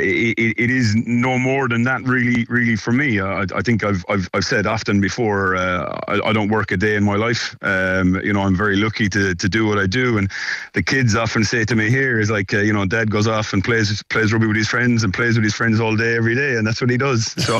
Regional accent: Clare, Munster, Ireland; moved away as an adult; now in Bordeaux, France

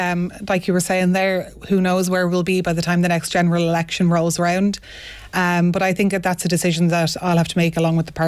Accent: Dublin, Leinster, Ireland; being a local is a really important issue for a lot of people that are voting, which I didn't have because I'm from Clondalkin.

